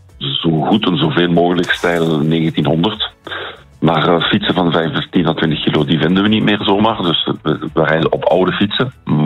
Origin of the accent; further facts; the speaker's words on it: Voeren, Flanders, Belgium; dat ze dat bij ons in Voeren kunnen komen spelen.